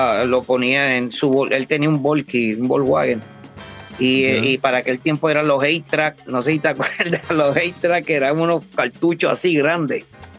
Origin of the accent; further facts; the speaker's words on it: Peru; un visual bien chévere para mi pueblo de Perú, mano.